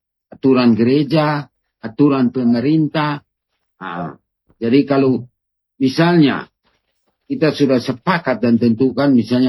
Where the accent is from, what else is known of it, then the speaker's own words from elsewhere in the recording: Amanuban, East Nusa Tenggara, Indonesia; Ya, ya kalau tradisi saya kan orang Amanuban, jadi saya tidak boleh minta adat lebih dari istri saya.